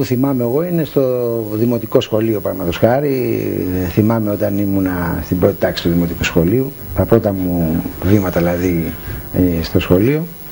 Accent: Chios, North Aegean, Greece; για όλη την πατρίδα μου. Και τη Χίο και την πατρίδα μας.

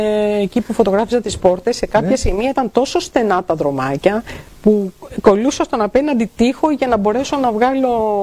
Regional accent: Chios, North Aegean, Greece

